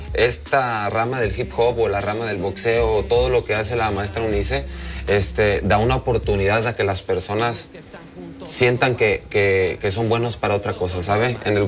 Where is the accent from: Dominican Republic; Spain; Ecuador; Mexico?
Mexico; Tepic, Nayarit; Soy de Tepic, Nayarit, orgullosamente.